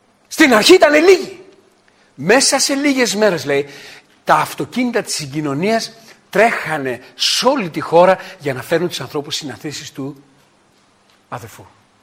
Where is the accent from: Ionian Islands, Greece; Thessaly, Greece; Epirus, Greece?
Thessaly, Greece; Trikala; εγώ που λέτε είμαι από τα Τρίκαλα. Και με αυτή την προφορά.